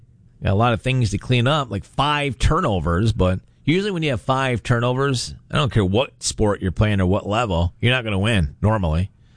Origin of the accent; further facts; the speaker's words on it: New York, United States; now in Syracuse, United States; because I'm not from Syracuse. I grew up outside the Rochester area. But my mom and dad were brought up in the Southern Tier.